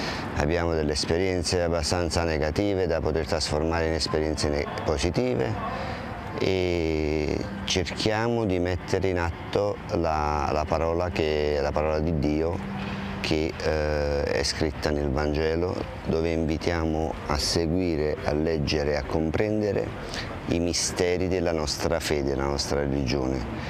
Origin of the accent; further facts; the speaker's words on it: Naples, Campania, Italy; veniamo da Napoli.